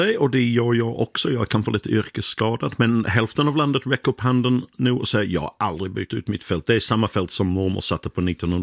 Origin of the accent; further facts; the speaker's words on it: England, United Kingdom; Swedish is a second language; now in Sweden; För att jag tänkte när jag var fortfarande engelsman. Nu är jag skåning i alla fall. Jag tror att jag blir svensk också.